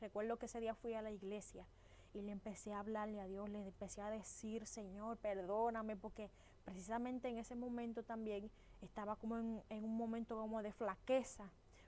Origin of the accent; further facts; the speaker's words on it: Baní, Peravia, Dominican Republic; todo mi pueblo Vanilejo